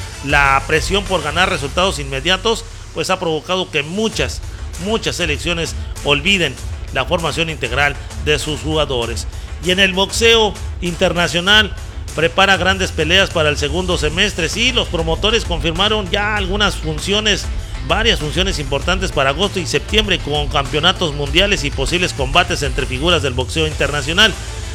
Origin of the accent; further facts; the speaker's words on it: Mexico; lo que más vergüenza da como mexicanos